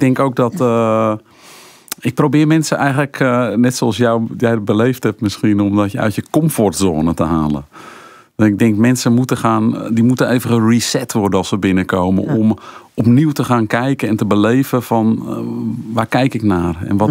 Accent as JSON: {"language": "Dutch", "town": "Alkmaar", "region": "North Holland", "country": "Netherlands", "tie": "born there", "said": "Ja, dat is mijn geboortestad zelfs."}